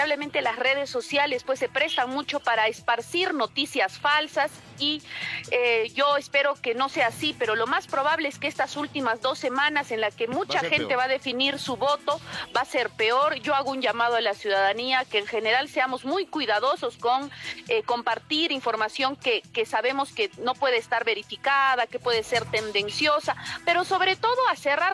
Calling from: Peru

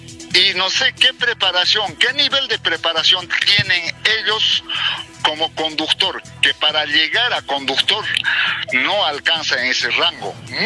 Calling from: Calca, Cusco, Peru; mi tierra Calca

